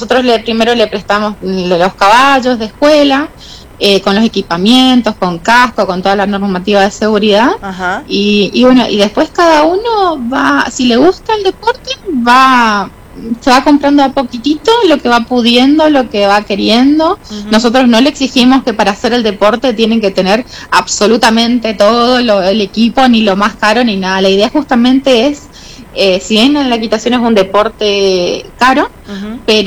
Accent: Oberá, Misiones, Argentina; born there; moved away; y hace un tiempito decidimos mudarnos a Oberá. Yo nací acá en Oberá. Uh-huh. Así que bueno, después de no haber estado por casi 20 años, volvimos

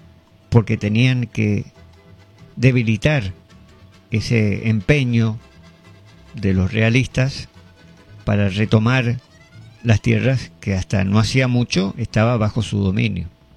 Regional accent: Argentina

